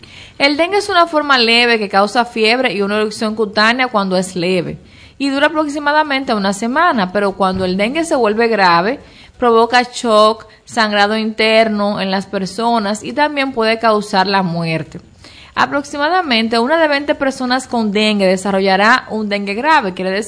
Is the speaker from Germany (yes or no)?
no; Dominican Republic